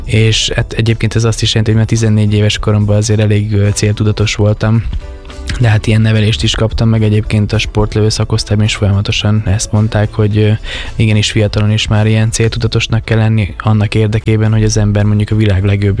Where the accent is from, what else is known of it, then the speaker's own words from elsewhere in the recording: Komárom, Komárom-Esztergom, Hungary; szerencsés helyzetem volt, hogy én komáromiként szerettem meg a sportlövészetet, hiszen a komáromi sportlövészet az évtizedekre nyúlik vissza